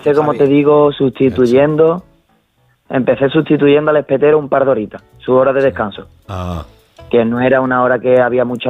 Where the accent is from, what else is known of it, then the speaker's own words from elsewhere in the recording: Málaga, Andalusia, Spain; soy el campeón de la Ruta La Sardina 9 de aquí de Málaga.